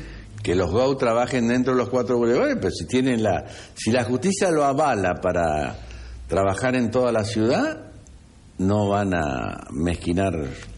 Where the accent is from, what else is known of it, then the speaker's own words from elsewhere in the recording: Santa Fe, Argentina; moved away; la ruta que la 178, la que iba desde Rosario hasta mi pueblo y seguía